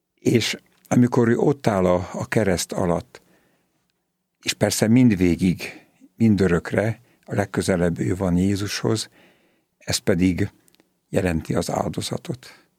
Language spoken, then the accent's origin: Hungarian; Pest, Hungary; born there; én tápiósvíben születtem, és a templomunk ennek a titoknak van szentelve